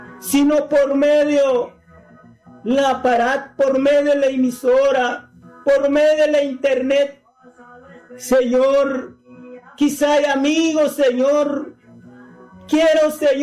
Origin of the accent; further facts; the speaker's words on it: Guatemala; ¿cuántas emisoras hay en mi país, Guatemala?